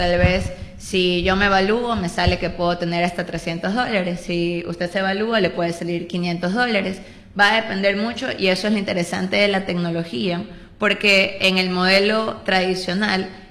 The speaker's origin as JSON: {"language": "Spanish", "town": "Guayaquil", "region": "Guayas", "country": "Ecuador", "said": "Soy de Guayaquil."}